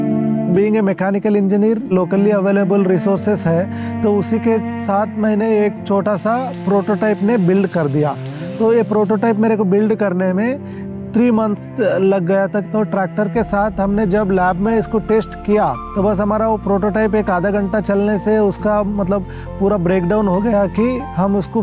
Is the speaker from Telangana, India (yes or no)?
yes; Sangareddy, Telangana, India; born there; also born or lived in Hyderabad / Pune; मेरा स्कूलिंग सब कुछ यहाँ मेरा गांव में ही हुआ था